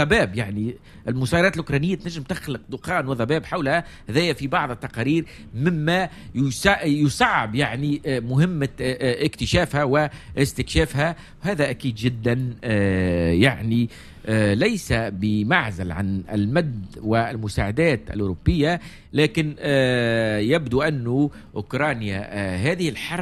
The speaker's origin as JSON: {"language": "Arabic", "country": "Tunisia", "said": "احنا كدولة تونسية"}